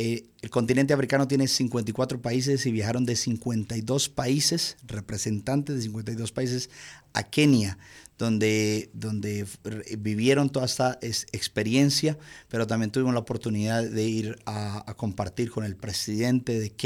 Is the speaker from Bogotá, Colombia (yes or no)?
no; Envigado, Antioquia, Colombia; Yo soy envigadeño, tres generaciones de Envigado, no parezco, muy rubio, muy agringado para parecer que soy de por acá.